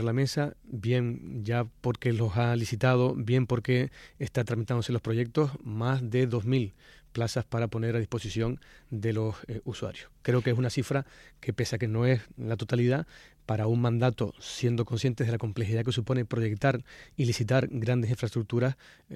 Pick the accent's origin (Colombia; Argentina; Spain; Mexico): Spain; Tenerife, Canary Islands